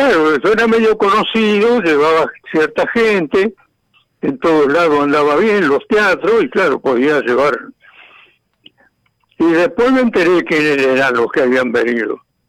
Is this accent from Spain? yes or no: no; Argentina; yo soy un argentino que siempre laburó.